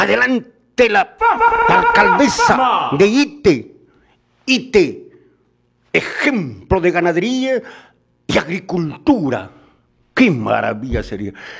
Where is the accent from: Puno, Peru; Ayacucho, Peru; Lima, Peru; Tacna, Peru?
Tacna, Peru; Candarave; mi provincia de Candarave